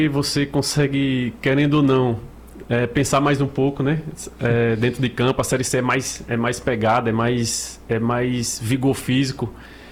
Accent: Maceió, Alagoas, Brazil; moved away; Eu, como sou de Maceió

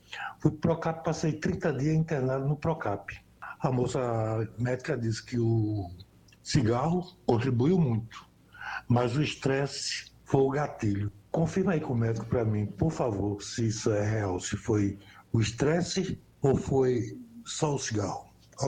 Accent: Rio Doce, Minas Gerais, Brazil; sou aqui de Rio Doce. Tenho 66 anos

